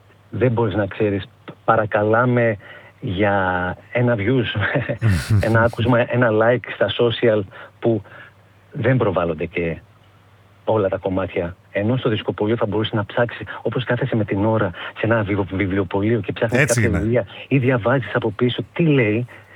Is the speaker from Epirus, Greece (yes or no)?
yes; Arta, Epirus, Greece; now in Athens, Greece; Δεν είμαι από Κέρκυρα, είμαι από Άρτα.